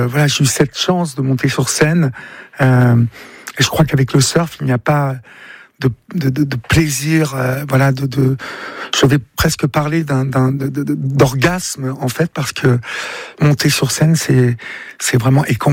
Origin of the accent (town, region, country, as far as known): Évreux, Normandy, France; born or raised there; moved away as an adult